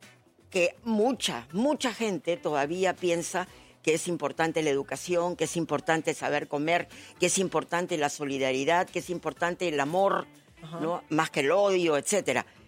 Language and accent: Spanish; Peru; le dije que sí, o sea, muy orgullosa, le dije, sí, soy peruana.